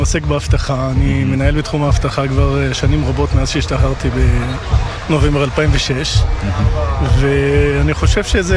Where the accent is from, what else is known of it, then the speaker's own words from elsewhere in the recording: Yanuh-Jat, Northern District, Israel; בן 46, נשוי לתגרית ואבא לניל, רם ולורן. גר בינוך. גדלתי בינוח